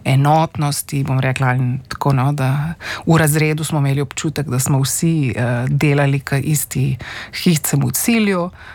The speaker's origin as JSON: {"language": "Slovenian", "town": "Postojna", "region": "Littoral–Inner Carniola", "country": "Slovenia", "tie": "born or raised there", "said": "Jaz sem odraščala v Postojni, se pravi pri, oziroma bom reka splošno na Primorske"}